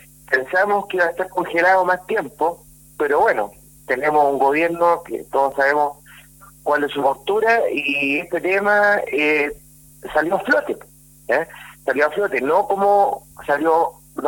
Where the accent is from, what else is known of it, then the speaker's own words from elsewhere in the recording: Cabildo, Valparaíso, Chile; moved away as an adult; estoy hace ya 13 años viviendo por acá, me vine de Valparaíso, de hecho, para acá, Cabildo. Yo soy cabildano, nací en Valparaíso, me crié en Cabildo toda mi vida, entonces siempre tuve la intención de devolverme a mi tierra, a la tierra llama, como se dice. Llegué, estoy hace 13 años, el 2013 llegué por acá